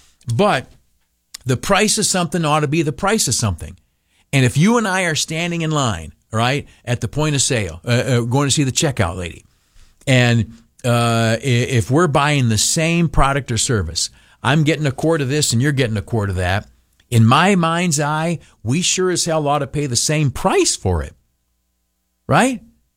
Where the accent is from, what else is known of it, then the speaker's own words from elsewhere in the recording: United States; I'm American to the bone, buddy.